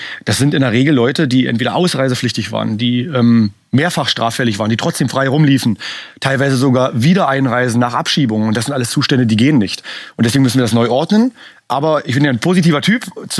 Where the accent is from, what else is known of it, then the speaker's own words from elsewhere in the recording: Stendal, Saxony-Anhalt, Germany; ich komme aus der Altmark in Stendal